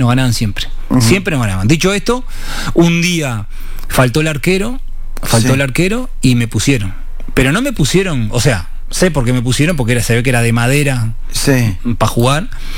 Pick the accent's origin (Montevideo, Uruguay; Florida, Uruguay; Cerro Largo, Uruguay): Montevideo, Uruguay; Nosotros nacimos en Malvin Norte.